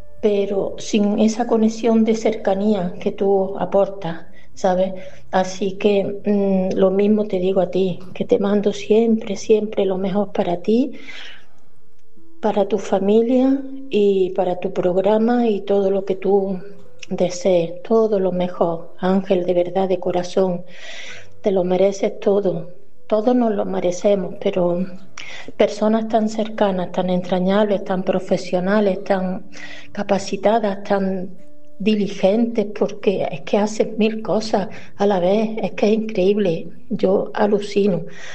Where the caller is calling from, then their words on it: Córdoba, Andalusia, Spain; de Córdoba.